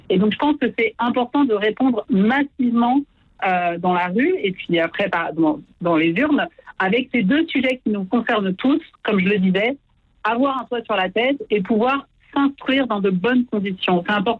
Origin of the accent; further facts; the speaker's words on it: France; binationale, je suis née, j'ai grandi en France, mais mon père était basque espagnol, donc j'ai la nationalité des deux pays.